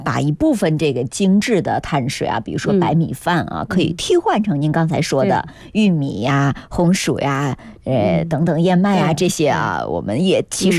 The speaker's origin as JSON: {"language": "Chinese", "region": "Guangdong", "country": "China", "said": "咱们广东人好像这个白粥都是煮的老火煮的"}